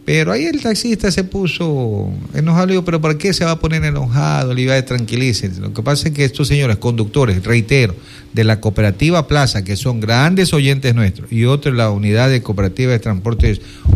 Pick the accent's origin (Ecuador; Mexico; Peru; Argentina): Ecuador; ya soy de otra, de Ecuador.